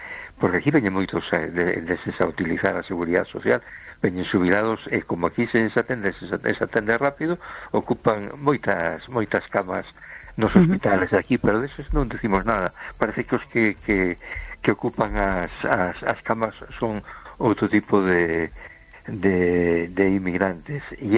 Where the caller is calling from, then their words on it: A Coruña, Galicia, Spain; de Coruña.